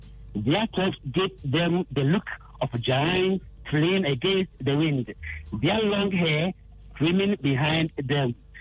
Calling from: Suhum, Eastern Region, Ghana; reaching you from Suhum.

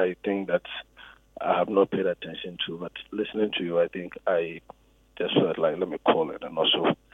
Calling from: Kumasi, Ashanti, Ghana; I'm calling from Kumasi.

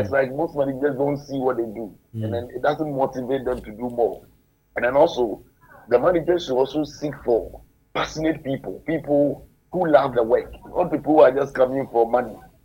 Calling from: Kumasi, Ashanti, Ghana; I'm calling from Atonsu.

